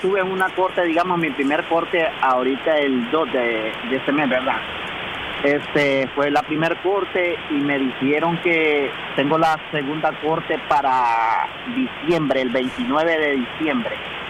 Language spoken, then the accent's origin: Spanish; Nicaragua